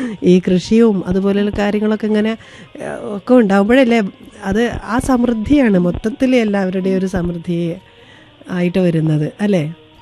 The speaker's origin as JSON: {"language": "Malayalam", "town": "Pulikkal", "region": "Kerala", "country": "India", "tie": "born or raised there", "said": "പുളിക്കലാണ്. ഞാന് പുളിക്കലെന്ന് പറയുമ്പോ ആദ്യം എല്ലാരും ചോദിക്കുന്നത് വിയൻകുട്ടി മാഷിന്റെ നാട്ടിൽ എന്നാണ് പറയാറ്. ഞങ്ങളുടെ നാടിന്റെ ഒരു ഐഡന്റിറ്റിയാണ്."}